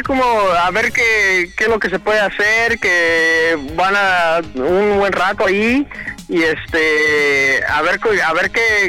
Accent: Iguala, Guerrero, Mexico; Ah, soy de Iguala, Guerrero. Son como 3 horas de ahí de Acapulco donde vive él.

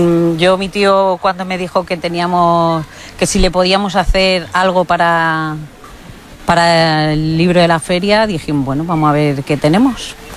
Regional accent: Mogón, Andalusia, Spain; now in Barcelona, Spain; Para mí Mogón es como mi segunda casa. O sea, yo, a mí me hablan de mi pueblo y yo me desvivo por mi pueblo.

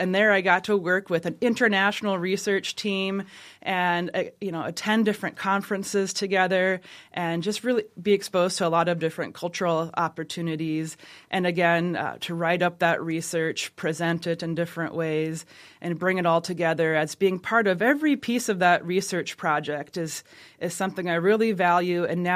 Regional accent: Rapid City, South Dakota, United States; So I grew up in the Rapid City area, and I was lucky to have a forest right in my own backyard

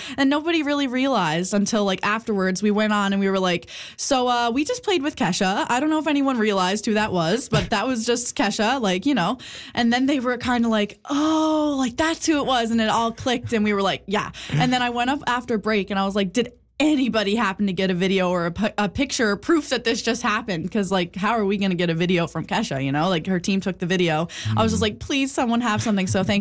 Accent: Bay Roberts, Newfoundland and Labrador, Canada; So that's like, we're both from Bay Roberts, so that's like in our area.

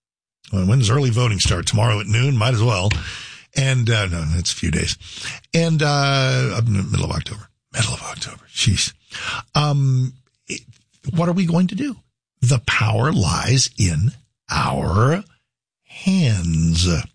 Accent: Texas, United States; we're from Texas.

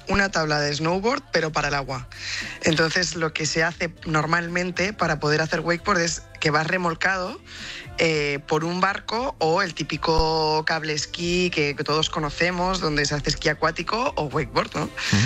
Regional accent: Spain; si somos españoles

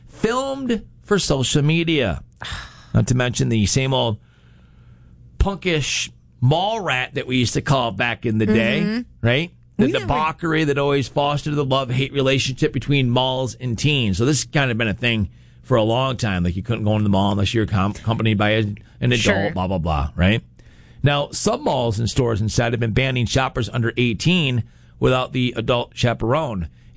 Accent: Rochester, New York, United States; moved away as an adult; now in Syracuse, United States; I grew up in Rochester, and I used to go to the Irondequoit Mall all the time.

